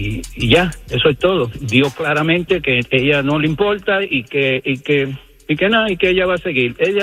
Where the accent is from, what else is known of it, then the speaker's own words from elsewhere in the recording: Dominican Republic; ella se le olvidó que nosotros somos dominicanos y que nosotros conocemos a los políticos de pie a cabeza.